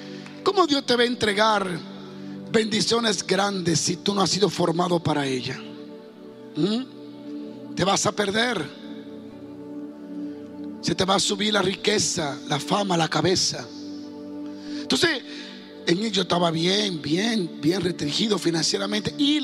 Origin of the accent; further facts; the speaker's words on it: Dominican Republic; moved away; Como dominicano, tú te crías con el tigraje, dicen allá, obligado.